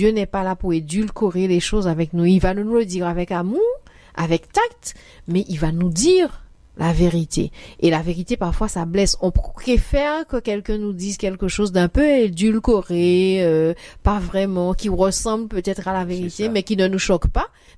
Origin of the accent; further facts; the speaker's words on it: Guadeloupe; chez nous, en Guadeloupe, on dit « débrouillard pas méché ».